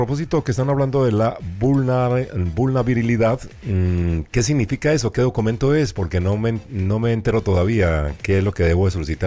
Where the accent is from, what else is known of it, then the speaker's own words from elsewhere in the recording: Colombia; como decimos popularmente en Colombia, de arrimado o de arrimada